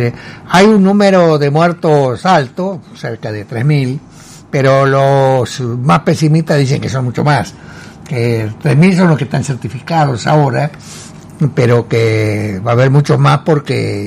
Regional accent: Argentina; a nosotros como argentinos

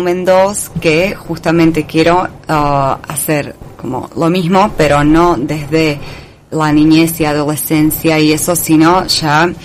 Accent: Nitra, Nitra Region, Slovakia; En la tapa soy yo de niña, en Eslovaquia, en nuestra casa.

